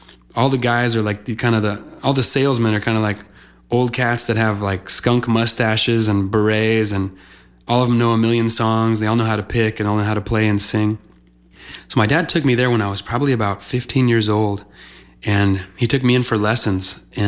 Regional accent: Las Cruces, New Mexico, United States; born there; I was born in New Mexico, in Las Cruces, New Mexico.

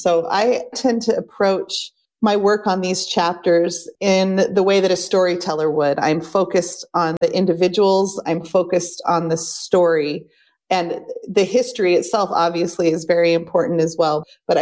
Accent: United States; As an American

